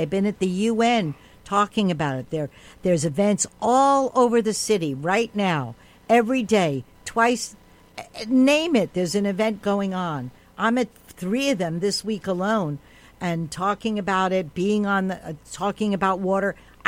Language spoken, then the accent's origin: English; New York, United States; We're from Harlem.